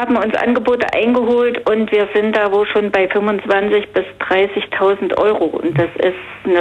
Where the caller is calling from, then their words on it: Hermsdorf, Thuringia, Germany